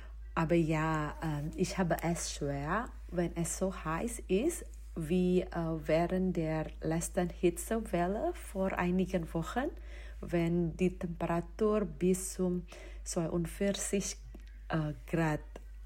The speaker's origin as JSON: {"language": "German", "country": "Indonesia", "moved": "as an adult", "lives_now": "Germany", "said": "Ich komme aus Indonesien. Seit 2018 wohne ich mit meinem Mann und meiner Tochter in Deutschland."}